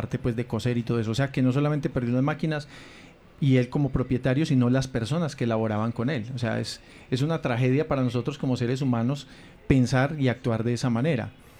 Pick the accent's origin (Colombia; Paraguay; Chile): Colombia; La reacción que tuvimos nosotros como seres humanos, como colombianos, fue muchísima.